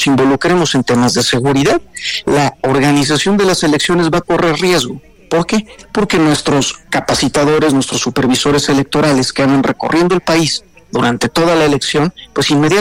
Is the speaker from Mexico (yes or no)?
yes; Mexico; nos importa a todos como mexicanas y mexicanos